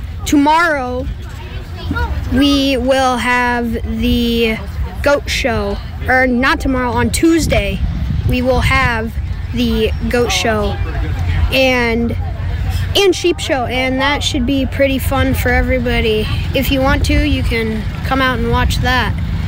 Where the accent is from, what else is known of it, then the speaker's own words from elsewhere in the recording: Storm Lake, Iowa, United States; Storm Lake, Iowa.